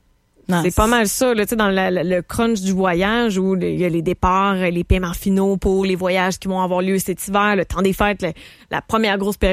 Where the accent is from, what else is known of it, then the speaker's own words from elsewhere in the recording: Charlevoix, Quebec, Canada; now in Quebec City, Canada; Mais c'est effectivement Charlevoix, mon patelin, une des destinations principales des vacanciers qui vont rester au Québec.